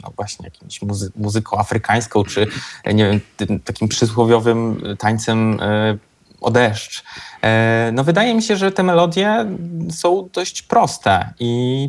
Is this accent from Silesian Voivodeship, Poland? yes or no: yes; Silesian Voivodeship, Poland; also born or lived in Warsaw; now in Kraków, Poland; Ja nie jestem Krakusem, choć w Krakowie mieszkam przeszło 10 lat, ale z przerwą na Warszawę, gdzie jakoś tak właśnie poczułem potrzebę, żeby wyjechać, zaznać trochę innej energii, ale pochodzę ze Śląska.